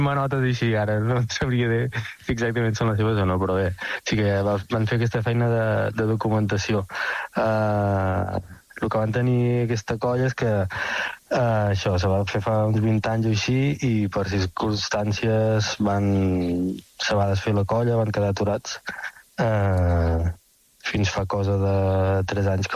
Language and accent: Catalan; Reus, Catalonia, Spain; born or raised there; moved away as an adult; now in Mallorca, Spain